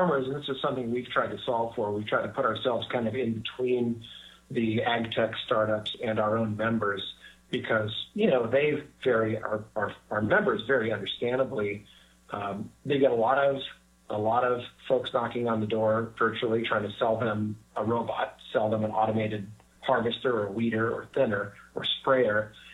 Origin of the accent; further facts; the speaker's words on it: Sacramento, California, United States; I grew up in Sacramento, so I am kind of a child of the company business up there.